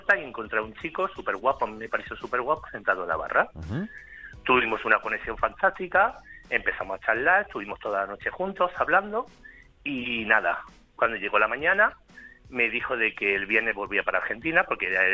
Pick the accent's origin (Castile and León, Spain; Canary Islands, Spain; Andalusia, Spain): Andalusia, Spain; él es más de 30 clases de Pinedo y yo soy de Andalucía.